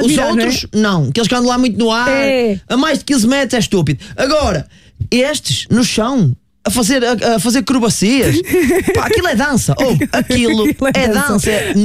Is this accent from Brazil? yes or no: no; Trofa, Norte, Portugal; O Trofense, que é o clube da minha terra